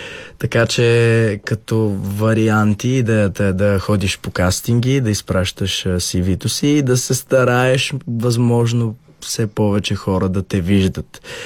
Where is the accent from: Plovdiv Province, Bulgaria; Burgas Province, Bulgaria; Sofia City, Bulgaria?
Burgas Province, Bulgaria; Burgas; тъй като аз съм от Бургас